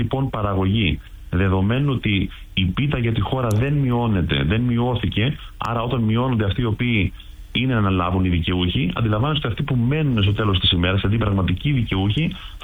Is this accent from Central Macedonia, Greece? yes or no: no; Crete, Greece; εγώ βάζω μέσα και την Κρήτη, τον τόπο μου